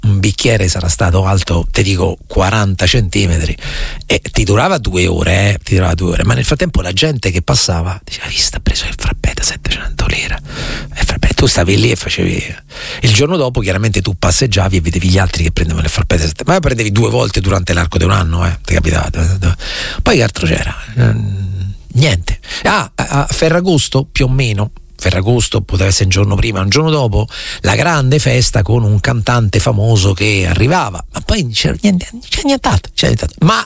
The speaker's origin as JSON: {"language": "Italian", "town": "Recanati", "region": "Marche", "country": "Italy", "tie": "born or raised there", "said": "io sono cresciuto nelle Marche e a Recanati, dove non c'era nulla"}